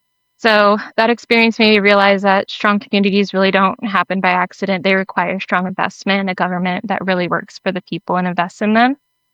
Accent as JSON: {"language": "English", "town": "Nampa", "region": "Idaho", "country": "United States", "tie": "born or raised there", "said": "I grew up here in Nampa. And when I was 15, my dad took me on a trip to Haiti after that devastating earthquake in 2010."}